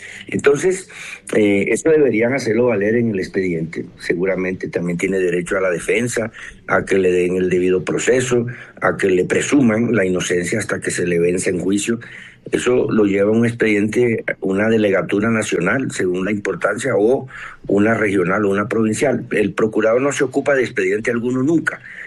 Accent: Colombia; nosotros los colombianos estamos defendiendo nuestra democracia.

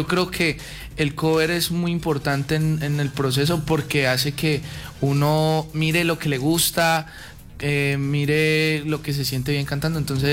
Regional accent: Garzón, Huila, Colombia; born there; Yo soy nacido en Garzón Huila.

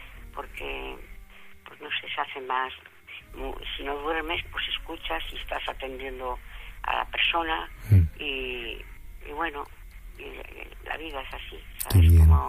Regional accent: Riaza, Castile and León, Spain; Yo soy de Riaza, de Segovia.

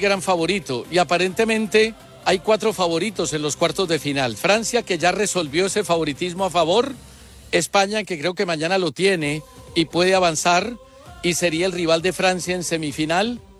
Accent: Colombia; Yo la verdad es que no entiendo a mi pueblo, no entiendo a mi Colombia querida

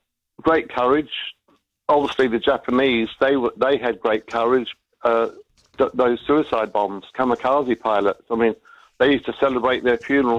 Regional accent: England, United Kingdom; I'm referring to probably a large minority, but then again, obviously I'm from England.

